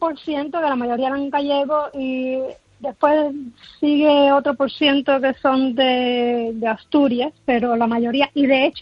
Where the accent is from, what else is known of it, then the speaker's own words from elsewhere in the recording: Santa Clara, Villa Clara, Cuba; Yo no soy de La Habana, yo soy del interior de Santa Clara